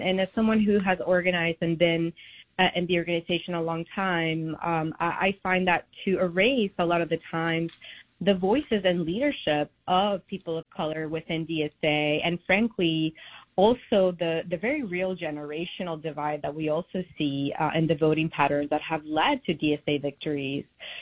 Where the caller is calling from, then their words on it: Astoria, New York, United States; I'm calling from the People's Republic of Astoria, as we lovingly refer to our district.